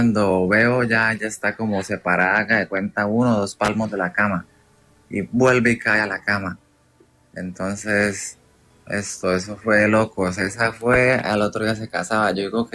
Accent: Cúcuta, Norte de Santander, Colombia; also born or lived in Villa Rosario; nosotros nos vinimos de Cúcuta por un mal negocio que mi papá hizo a Villa Rosario

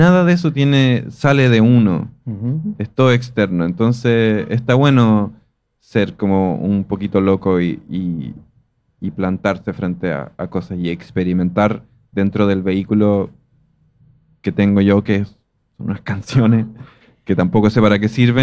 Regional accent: Chile; yo vengo de uno de los países más depresivos de Latinoamérica. O sea, Chile es muy como vibrando bajo en general. Por otro lado, mi padre es brasilero, entonces yo crecí con esas dos culturas. Y yo disfruto mucho de estar aquí en Argentina. O sea, es como uno de los lugares donde más paso tiempo

